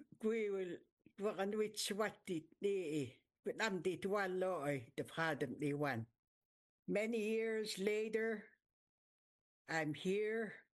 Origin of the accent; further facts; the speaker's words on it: Gitanmax, British Columbia, Canada; now in Gitsegukla, Canada; My home origin, where I was raised, was Gitanmax Reserve. I married into Gitxsagukla Reserve, which is where I'm at now.